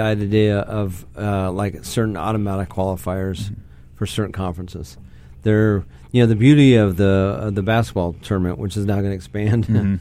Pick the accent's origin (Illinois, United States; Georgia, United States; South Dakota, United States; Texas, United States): Texas, United States; Dallas; I grew up in Dallas, Texas